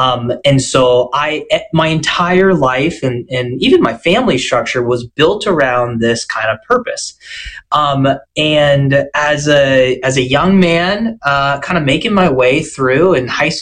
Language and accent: English; United States; as American Catholics